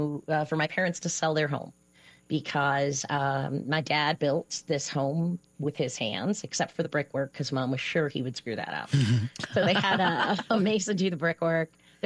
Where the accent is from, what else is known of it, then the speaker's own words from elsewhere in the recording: Ottawa, Illinois, United States; I was born and raised in Ottawa, Illinois, which is in LaSalle County.